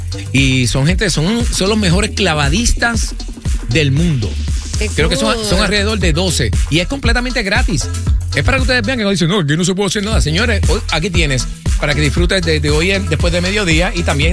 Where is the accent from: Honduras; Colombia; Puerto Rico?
Puerto Rico; moved away; also born or lived in Coamo, Puerto Rico; ya para ese entonces yo me había mudado de mi pueblo natal al pueblo de Coamo, ¿verdad? Donde yo pasé los últimos 6 años en Puerto Rico